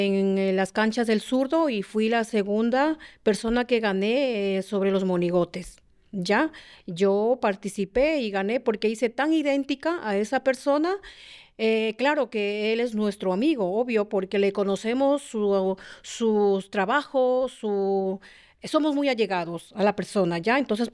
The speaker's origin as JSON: {"language": "Spanish", "country": "Ecuador", "said": "Y pienso que nosotros como ecuatorianos debemos mantener esa tradición donde quiera que estemos"}